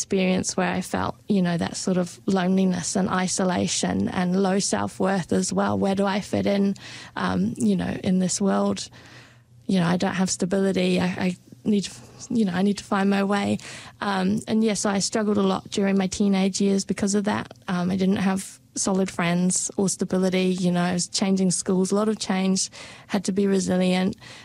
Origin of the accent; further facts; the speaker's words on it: Wales, United Kingdom; born there; also born or lived in Qatar / Egypt / Montenegro / Kazakhstan; So I was born in Wales, and so I've moved back and forth between Wales a few times. I lived in Qatar for a couple of years, did some school there, lived in Egypt, Montenegro and Kazakhstan